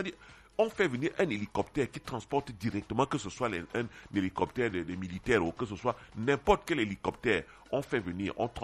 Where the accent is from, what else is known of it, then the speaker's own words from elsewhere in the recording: Cameroon; On est Camerounais.